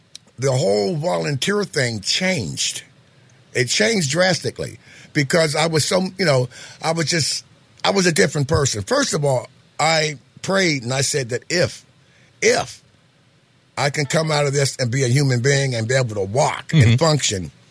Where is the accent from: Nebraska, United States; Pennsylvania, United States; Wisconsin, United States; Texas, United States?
Pennsylvania, United States; South Park; moved away as an adult; also born or lived in Massachusetts; I grew up in a place called South Park. Everybody knows about South Park.